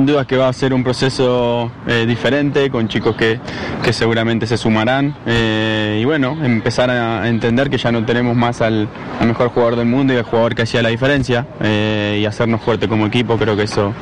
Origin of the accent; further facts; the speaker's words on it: Argentina; Nosotros como argentinos además tenemos esa cuotita que obviamente nos encantaría que la gane Leo.